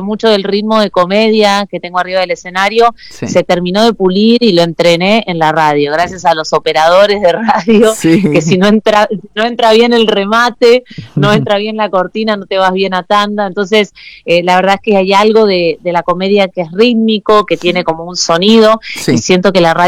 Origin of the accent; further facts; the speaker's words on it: Argentina; moved away as an adult; now in Miami, United States; Yo soy argentina, pero estoy radicada en Miami hace ya 10 años